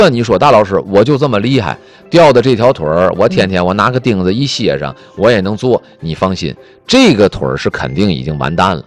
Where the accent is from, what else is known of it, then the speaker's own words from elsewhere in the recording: Northeast China, China; moved away; 再过2天我老家就该供暖了。